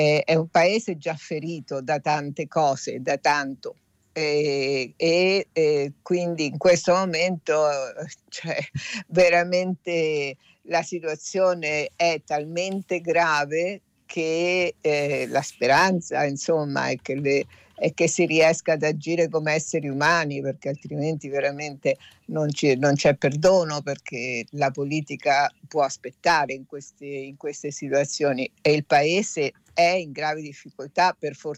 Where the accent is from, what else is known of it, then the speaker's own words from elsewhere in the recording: Venezuela; Come venezuelana